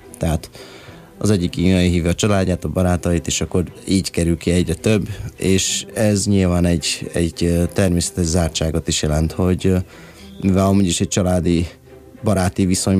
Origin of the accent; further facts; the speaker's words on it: Hungary; also born or lived in Vienna, Austria; Hát ma itt nőttem föl igazából, úgyhogy 4 éves korom óta itt vagyok.